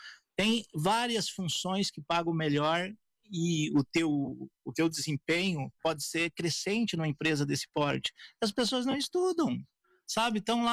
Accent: Espumoso, Rio Grande do Sul, Brazil; Eu nasci lá no Borboleta, no Campo Comprido. E fui registrado em Jacuizinho, na época que era comarca de Espumoso. Então, eu sou realmente aqui da terra.

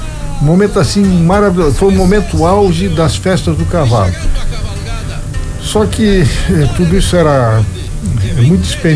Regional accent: Luiz Alves, Santa Catarina, Brazil

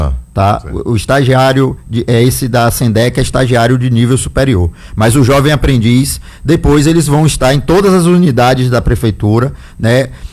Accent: Ibirataia, Bahia, Brazil; moved away; Birataia, como sempre, uma cidade acolhedora. Eu costumo dizer que eu não sou nascido lá, mas eu sou de Birataia.

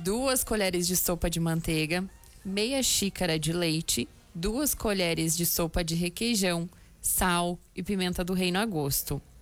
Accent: Rio Grande do Sul, Brazil; born there; moved away; also born or lived in Santa Catarina; lá no Noroeste Gaúcho, onde eu nasci, também a gente falava carne moída, né? Então, aqui que é guisado.

